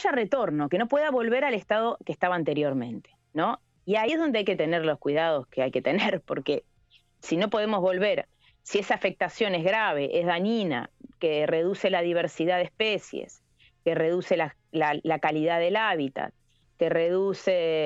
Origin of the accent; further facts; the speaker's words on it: Uruguay; nosotros como uruguayos